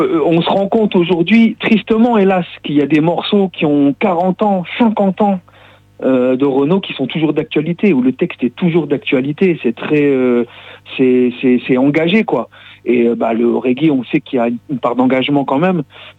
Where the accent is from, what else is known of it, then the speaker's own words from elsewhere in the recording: Roubaix, Hauts-de-France, France; now in Bergerac, France; Déjà, HK, on a grandi ensemble, parce qu'on est depuis très longtemps. On vient tous les deux de Roubaix.